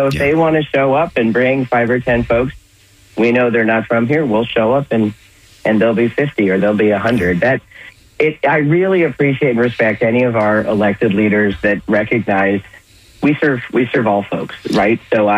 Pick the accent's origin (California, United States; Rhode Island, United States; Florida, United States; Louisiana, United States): Florida, United States; I mean, I'm from Florida. I'm kind of fresh.